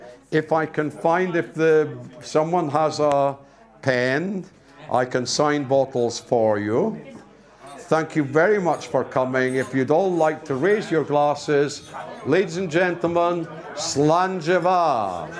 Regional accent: Scotland, United Kingdom; So we say in Scotland, we have our own old language, the Gaelic.

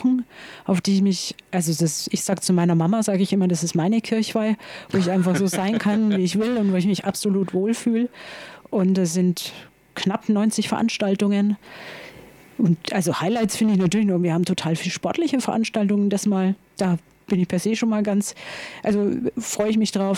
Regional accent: Bavaria, Germany; wir kommen beide aus der Oberpfalz.

